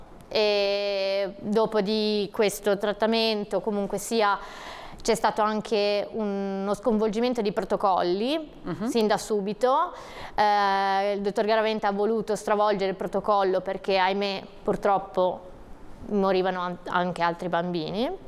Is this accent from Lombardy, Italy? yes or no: no; Pietra Ligure, Liguria, Italy; perché io sono di Pietraligure